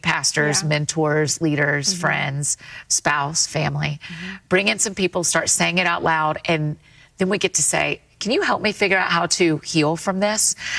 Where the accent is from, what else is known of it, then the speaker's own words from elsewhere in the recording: Atlanta, Georgia, United States; now in Nashville, United States; That's where I grew up in Atlanta, but I live in Nashville.